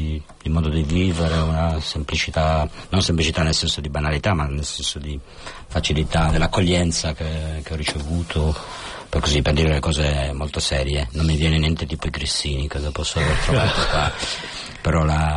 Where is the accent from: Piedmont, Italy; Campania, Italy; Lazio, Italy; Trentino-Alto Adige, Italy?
Piedmont, Italy; Turin; also born or lived in Lleida; ma guardate che non sono di Palermo, cioè vengo da Torino